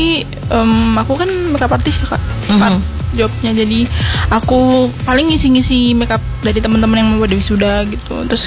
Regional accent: Java, Indonesia; accent: medok (Javanese); logatnya aku ikutin walaupun masih ada medok-medoknya.

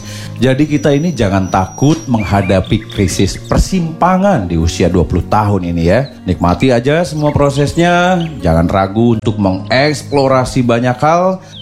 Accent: Jakarta, Indonesia; born there; Saya lahir di Jakarta 15 Oktober 1984.

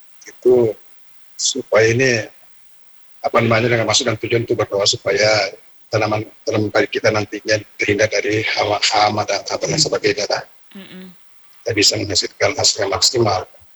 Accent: South Sulawesi, Indonesia; orang dulu ya saya Bugis Tomi aku cerita ya.

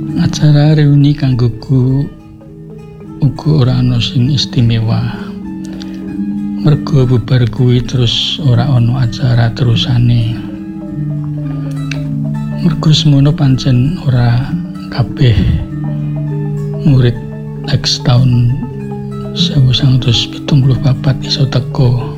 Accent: Banguntapan, Special Region of Yogyakarta, Indonesia; saking Banguntapan.

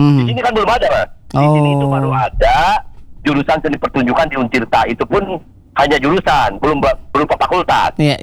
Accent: Kalijati, West Java, Indonesia; Saya itu orang Subang, orang Kalijati, tetangganya

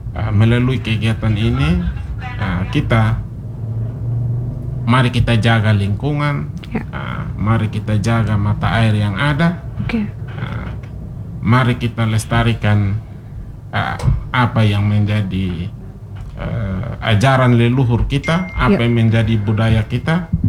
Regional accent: Sumba, East Nusa Tenggara, Indonesia; kita sendiri orang Sumba

